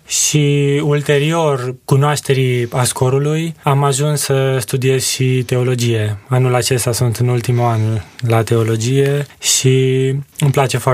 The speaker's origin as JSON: {"language": "Romanian", "town": "Orăștie", "region": "Hunedoara County", "country": "Romania", "tie": "born or raised there", "moved": "as an adult", "lives_now": "Cluj-Napoca, Romania", "said": "m-am născut în Orăștie, județul Hunedoara și ca formare școlară am urmat Colegiul Național Aurel Vlaicu din Orăștie"}